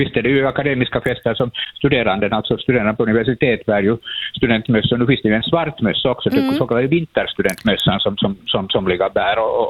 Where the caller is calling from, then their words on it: Porvoo, Uusimaa, Finland; Det var därför jag kom inköras från Borgå till stan